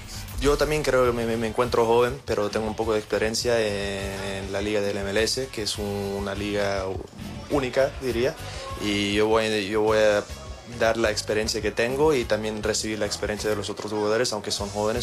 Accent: Bolivia; Soy boliviano

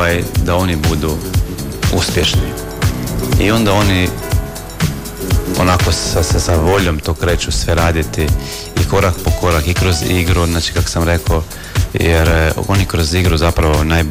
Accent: Croatia; kod nas u Hrvatskoj

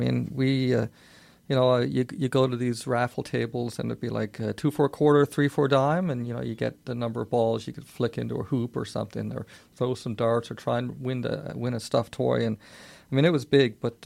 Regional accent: Newfoundland and Labrador, Canada; now in Calgary, Canada; the numerous cultural and other differences between Calgary, Alberta, and where I grew up in Newfoundland.

